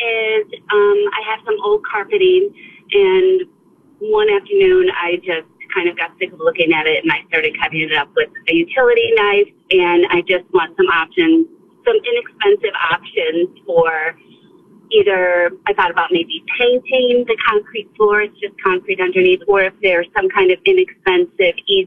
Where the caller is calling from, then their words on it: Tucker, Georgia, United States; I'm calling from Tucker, Georgia.